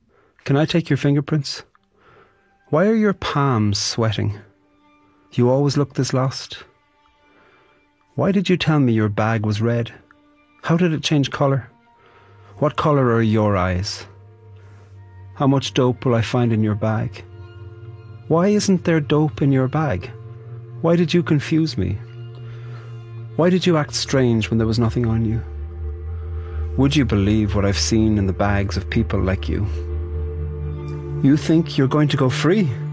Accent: Ireland; I'm a poet from Ireland

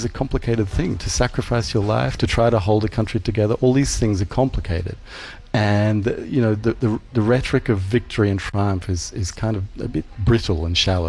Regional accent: Australia; moved away; I might have a distorted view of it being an Australian. You're quite right to point that out, because, I've lived here almost 20 years, but I certainly grew up in Australia

